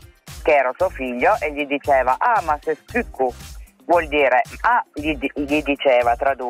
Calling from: Sampeyre, Piedmont, Italy; Si indossa dalle mie parti, da dove vengo io, dalla montagna

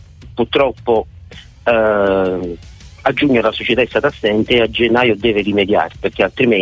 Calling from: Frankfurt, Hesse, Germany; un saluto da Francoforte.

